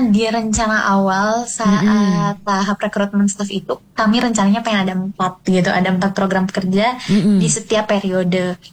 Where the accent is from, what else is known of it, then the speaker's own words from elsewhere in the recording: Bandung, West Java, Indonesia; Jadi sebenarnya saya kebetulan orang Bandung